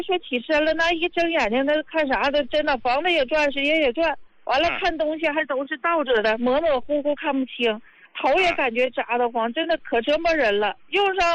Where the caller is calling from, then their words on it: Dandong, Liaoning, China; 我是丹东的一名患者